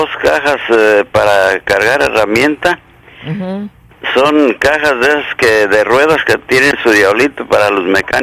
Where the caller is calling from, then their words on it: Oxnard, California, United States; aquí en Ognar